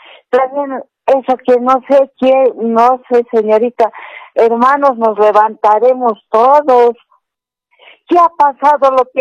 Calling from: Bolivia

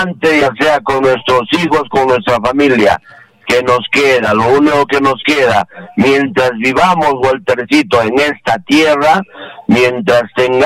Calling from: Chiquián, Ancash, Peru

